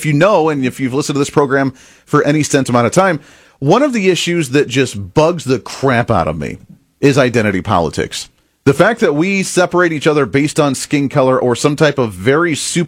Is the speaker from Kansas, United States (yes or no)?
yes; Kansas, United States; I come from Kansas. That's how we were founded as a state, was to end slavery and separation.